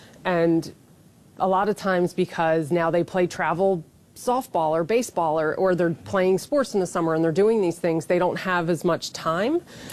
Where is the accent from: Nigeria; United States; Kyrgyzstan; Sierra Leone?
United States; East Coast; I'm from the East Coast, so they shovel snow, like things like that.